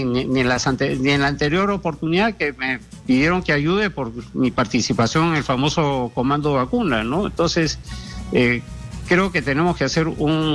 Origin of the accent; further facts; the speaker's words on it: Peru; todos somos peruanos